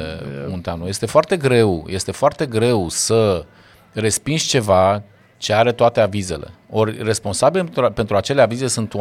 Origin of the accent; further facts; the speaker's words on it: Constanța, Constanța County, Romania; Da, m-am născut, am copilărit în Constanța.